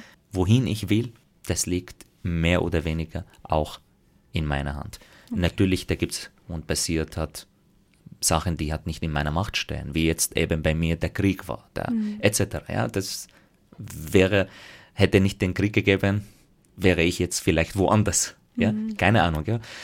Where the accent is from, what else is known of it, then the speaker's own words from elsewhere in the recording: Graz, Styria, Austria; ich dann versucht habe zu sagen, ich komme aus Graz, wenn ich wo unterwegs war, dann war gleich die Frage, wo ich so wirklich her